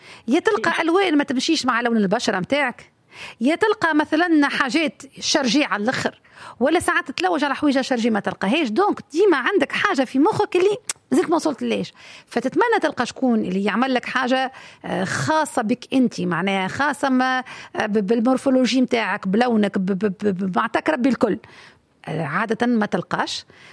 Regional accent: Tunisia; احنا خصوصيه تونسيه

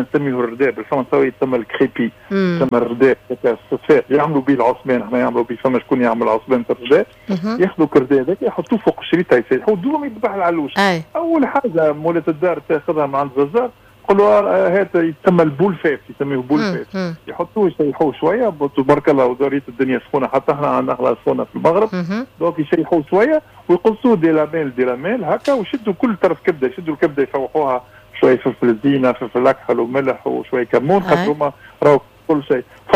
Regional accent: Tunisia; now in Morocco

